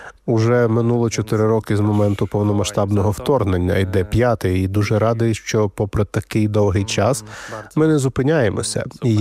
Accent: Poland; Ukrainian is a second language; коли я їжджу туди в Україну і послуговуюся українською мовою, то не завжди згадую, принаймні спочатку, що я поляк.

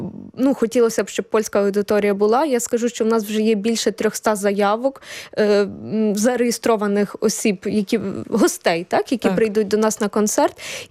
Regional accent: Ternopil Oblast, Ukraine; moved away as an adult; also born or lived in Kyiv; now in Warsaw, Poland; Я сама із Тернопільської області родом, але я вже в Києві спочатку навчалась, потім працювала, і відповідно я вже там була.

